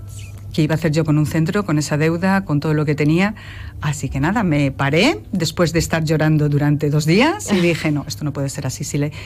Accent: Tarancón, Castilla-La Mancha, Spain; Tarancón es un pueblo, a mí me gusta muchísimo, es mi pueblo.

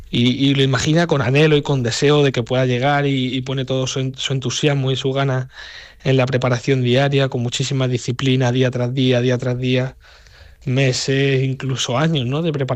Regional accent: Cáceres, Extremadura, Spain

